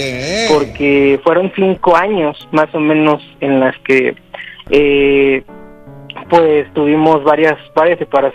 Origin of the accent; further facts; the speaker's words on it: Guadalajara, Jalisco, Mexico; Bueno, pues tengo 37 años y soy de Guadalajara.